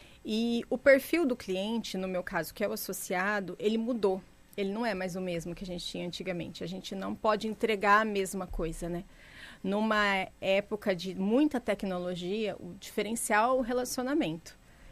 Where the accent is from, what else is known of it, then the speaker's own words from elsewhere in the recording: Maringá, Paraná, Brazil; Eu já morei em estados diferentes, eu venho de Maringá, Paraná, que também é uma cidade do interior, né?